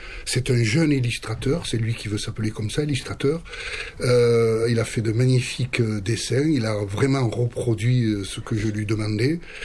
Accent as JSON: {"language": "French", "country": "France", "tie": "born there", "said": "ces 28 villages, ces Baronnies, c'est ma jeunesse. J'ai fait beaucoup de choses quand j'étais jeune dans les Baronnies, dans les balles, là j'y allais en mobylette."}